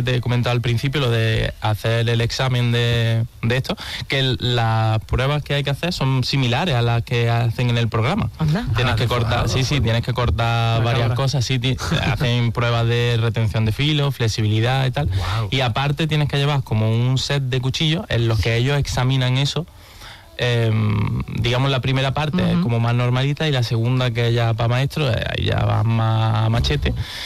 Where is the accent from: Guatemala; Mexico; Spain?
Spain; Porque soy español.